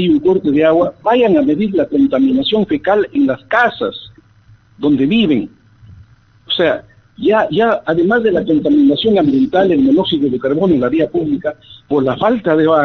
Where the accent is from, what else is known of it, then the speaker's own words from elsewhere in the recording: Huánuco, Peru; Yo estoy transitoriamente a Huánuco, pero Huánuco es mi tierra. Aquí he crecido, aquí he desarrollado.